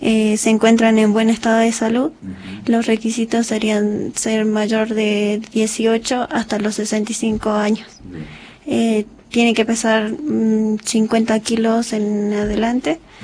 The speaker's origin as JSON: {"language": "Spanish", "town": "La Quiaca", "region": "Jujuy", "country": "Argentina"}